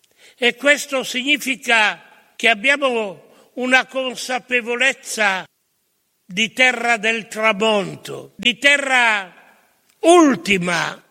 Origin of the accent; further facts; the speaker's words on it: Asti, Piedmont, Italy; moved away; Asti è la mia terra, questo Monferrato che continuo sempre ad amare anche se non lo abito più.